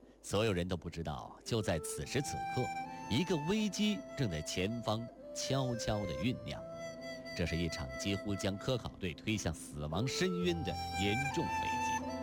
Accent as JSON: {"language": "Chinese", "country": "China", "said": "那么咱们中国人又是从什么时候开始进入到南极探险的呢？"}